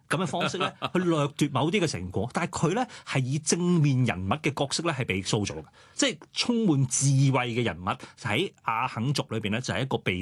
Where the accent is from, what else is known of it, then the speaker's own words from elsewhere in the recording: China; 譬如我哋中國人可能以勤懇啊、誠實啊為一啲輸哥嘅英雄嘅印象啦。